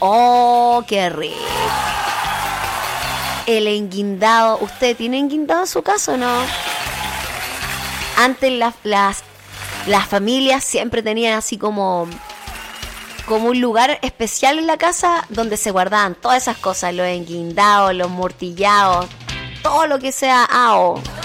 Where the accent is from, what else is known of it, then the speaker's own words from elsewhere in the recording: Temuco, Araucanía, Chile; Me gusta Valdivia. Aunque yo soy de Temuco, pero me encanta Valdivia.